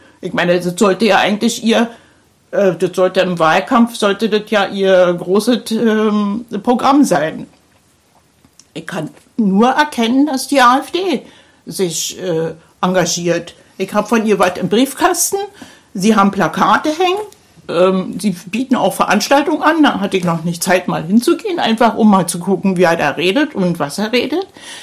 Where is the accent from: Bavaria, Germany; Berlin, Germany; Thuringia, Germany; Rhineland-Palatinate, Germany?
Berlin, Germany; in Berlin, wo ich herkomme, dass die Leute bereit wären, so viel Arbeit zu investieren